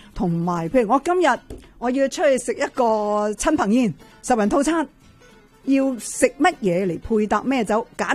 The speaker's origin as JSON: {"language": "Cantonese", "country": "Canada", "said": "我加拿大人都买翻自己加拿大嘅酒"}